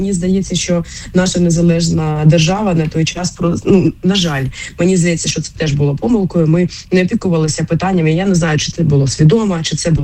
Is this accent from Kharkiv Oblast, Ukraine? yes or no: yes; Kharkiv, Kharkiv Oblast, Ukraine; Я сама з Харкова родом